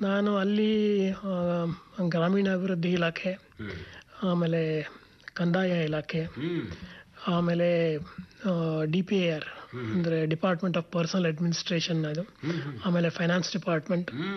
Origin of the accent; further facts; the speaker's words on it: Karnataka, India; born there; moved away as an adult; also born or lived in Shedbal, Belagavi district (ancestral village); now in Bengaluru, India; ನಮ್ಮ ತಾತನ ಕಾಲಕ್ಕೆ ಆ ಊರು ಬಿಟ್ಬಿಟ್ಟಿದ್ದಾರೆ. ಸೊ ನಾವು ನಮ್ಮ ನೇಟಿವ್ ಪ್ಲೇಸ್ ಅಂತ ಹೇಳ್ತೀವಿ, ಬಟ್ ಮೊದಲೆಲ್ಲ ಆ ಕಡೆ ಉತ್ತರ ಕರ್ನಾಟಕದಲ್ಲಿ ಕಳೆದ್ವಿ. 77 ನಾನು ವಿಧಾನಸೌಧಕ್ಕೆ ಬಂದೆ, ಆವಾಗಿಂದನೂ ನಾವು ಇಲ್ಲೇ ಇದ್ದೀವಿ.